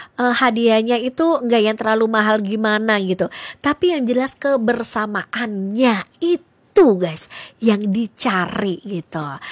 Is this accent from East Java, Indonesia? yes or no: yes; Surabaya, East Java, Indonesia; aku tuh pernah ikutan lomba joget di kampung aku di Surabaya.